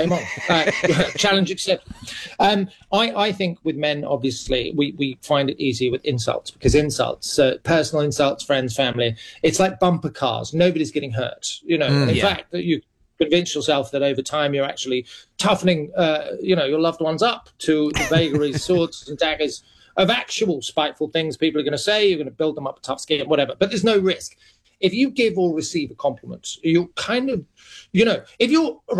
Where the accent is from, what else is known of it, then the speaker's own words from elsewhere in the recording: England, United Kingdom; No, I'm English.